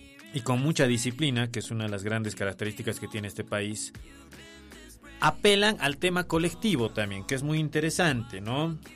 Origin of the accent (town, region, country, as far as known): Bolivia